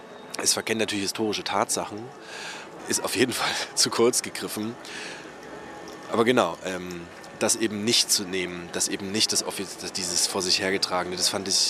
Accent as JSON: {"language": "German", "town": "Görlitz", "region": "Saxony", "country": "Germany", "tie": "born or raised there"}